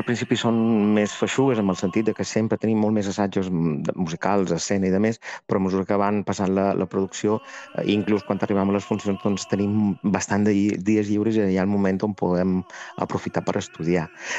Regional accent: Balearic Islands, Spain; accent: Majorcan; jo som mallorquí, tinc l'accent, a més, molt de Mallorca

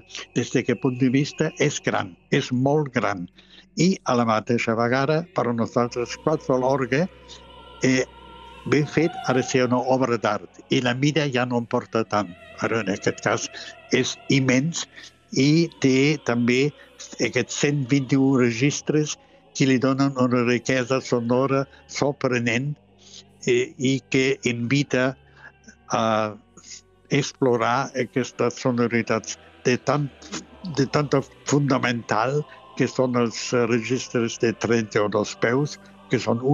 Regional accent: Germany; Catalan is a second language; Doncs nosaltres som aquí originals d'Alemanya amb la seva tradició, formats completament.

